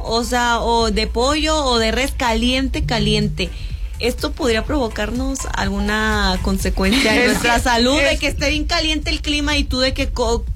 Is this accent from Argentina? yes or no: no; Sonora, Mexico; moved away; Yo vengo de Sonora.